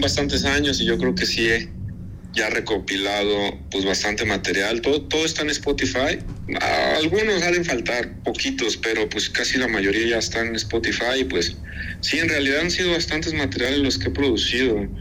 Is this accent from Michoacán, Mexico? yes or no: no; State of Mexico, Mexico; Yo soy de un municipio que se llama Lubianos, Estado de México, y pues es un municipio pequeño.